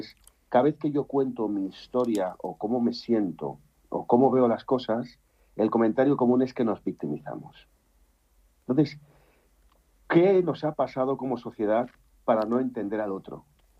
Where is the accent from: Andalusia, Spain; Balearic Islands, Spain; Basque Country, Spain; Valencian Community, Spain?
Balearic Islands, Spain; Palma; born there; yo soy mallorquín, soy nacido en Palma, Mallorca.